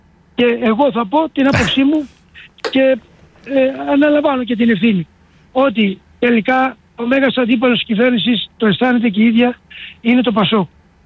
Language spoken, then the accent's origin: Greek; Chios, North Aegean, Greece; ο τόπος μου, επανέρχομαι, γιατί εντάξει, είμαι και βουλευτής τόπου, της Χίου.